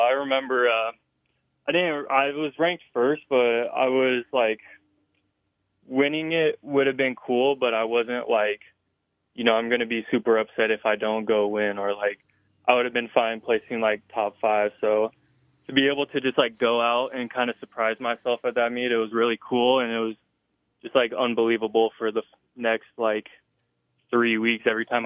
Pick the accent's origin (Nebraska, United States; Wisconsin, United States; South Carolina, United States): Nebraska, United States; Hastings; I'm from Hastings. Kearney's like a 45-minute drive. So it kind of all works out good if I go to UNK.